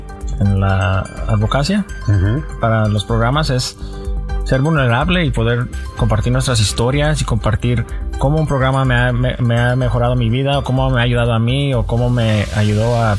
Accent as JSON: {"language": "Spanish", "town": "Baldwin Park", "region": "California", "country": "United States", "tie": "born or raised there", "said": "Pues Baldwin Park es obviamente mi ciudad favorita y es ahí donde yo crecí"}